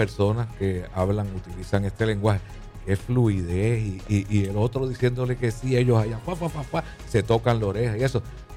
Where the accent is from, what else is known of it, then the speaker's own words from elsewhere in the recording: Fajardo, Puerto Rico; born there; Yo nací en Gubern, en Fajardo